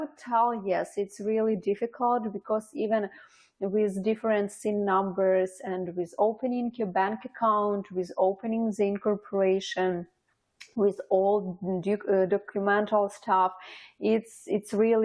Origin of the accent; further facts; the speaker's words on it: Ukraine; English is a second language; moved away as an adult; now in Windsor, Canada; I'm from Ukraine, but I have been in Canada already 3.5 years